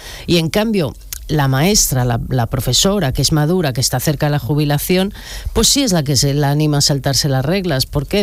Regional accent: Bilbao, Basque Country, Spain; Yo soy de Bilbao

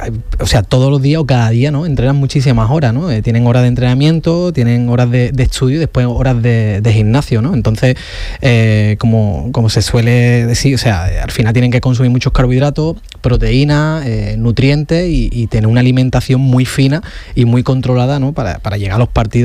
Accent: Dos Hermanas, Andalusia, Spain; En Dos Hermanas, mi pueblo, sí.

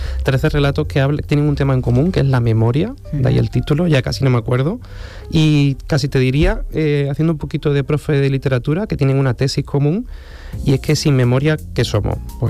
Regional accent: Huelva, Andalusia, Spain; muchos andaluces, sobre todo los que somos fronterizos, ya sea que yo soy de Huelva

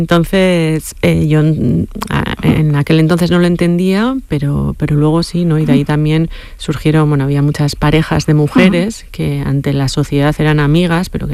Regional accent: Errenteria, Basque Country, Spain; Yo soy de Rentería

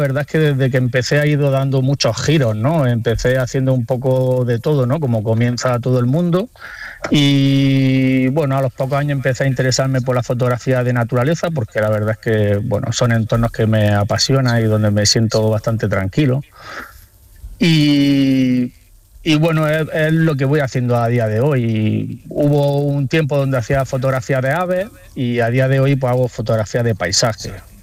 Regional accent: Roquetas de Mar, Andalusia, Spain; cuando decido, bueno, pues apuntarme a los talleres de Roquetas de Mar de mi pueblo, que todos los años pues hace talleres de cerámica, pintura y fotografía.

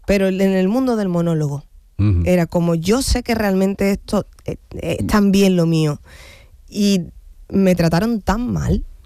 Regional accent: Andalusia, Spain; yo soy andaluza, soy mujer, soy cómica

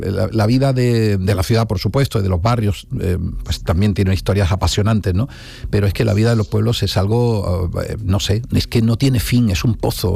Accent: Córdoba, Andalusia, Spain; soy cordobés y hice la mili además en Cerro Muriano

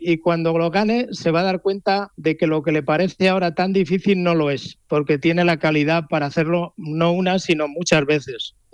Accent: Madrid, Community of Madrid, Spain; moved away as an adult; also born or lived in Badajoz, Extremadura; now in Andalusia, Spain; aunque me he criado en Madrid, no puedo olvidarme de Madrid. Madrid ha sido donde conocí a mi mujer, donde hice toda mi carrera deportiva residiendo en Madrid

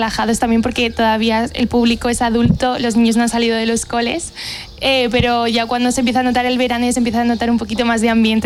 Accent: Madrid, Community of Madrid, Spain

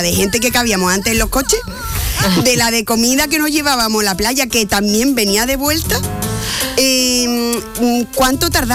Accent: Andalusia, Spain; palabritas muy andaluzas, ¿vale? Que son nuestras del todo

